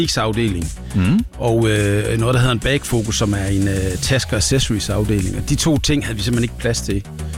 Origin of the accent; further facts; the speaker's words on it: Jutland, Denmark; Nu er vi jo jyder